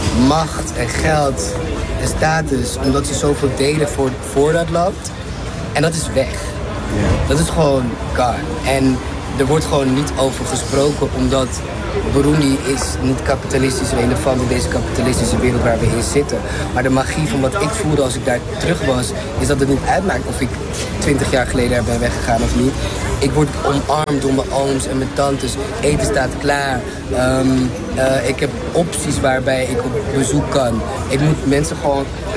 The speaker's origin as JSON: {"language": "Dutch", "country": "Netherlands", "tie": "born or raised there", "said": "Want ik ben opgegroeid in de ACC en mijn ouders hebben dat achter moeten laten."}